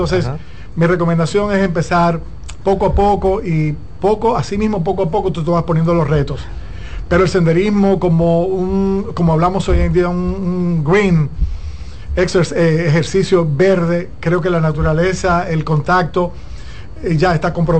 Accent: San José de Ocoa, Dominican Republic; en pandemia me voy a una casa que tengo en el campo, en San José de Ocoa. Yo soy campesino de San José de Ocoa

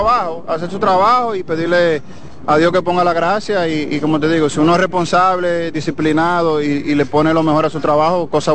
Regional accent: Dominican Republic; como dominicano, súper orgulloso.

